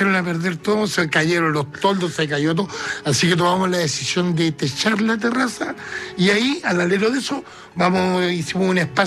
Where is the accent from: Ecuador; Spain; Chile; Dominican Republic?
Chile; Es que yo soy bien chileno, a mí me gustan los porotos con renda.